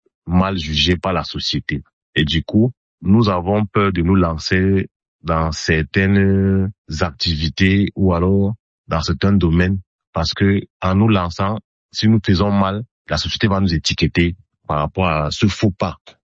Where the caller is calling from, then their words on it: Cameroon; Je vis au Cameroun, précisément à Gao.